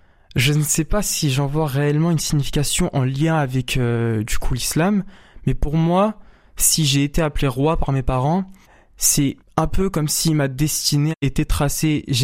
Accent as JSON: {"language": "French", "town": "Montpellier", "region": "Occitanie", "country": "France", "tie": "born there", "also_born_or_lived": "Avignon / Le Pontet", "said": "Je suis pas exactement né à Montpellier, je suis né à Avignon. J'ai grandi là dans un petit village qui est Le Pontet, mais je suis venu à Montpellier très tôt, enfin vers mes 10 ans."}